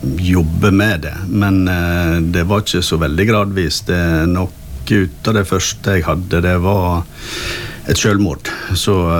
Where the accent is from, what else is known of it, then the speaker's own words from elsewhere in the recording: Eid, Vestland, Norway; jeg vokste jo opp på Eid, så det var jo på Eid vi drev da, i de dager.